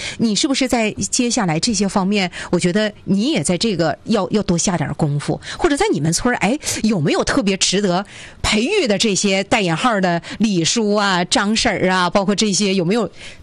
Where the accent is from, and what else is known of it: Northeast China, China